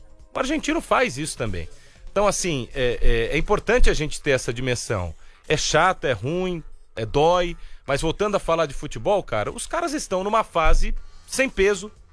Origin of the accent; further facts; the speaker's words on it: Brazil; nós também somos um povo racista como brasileiros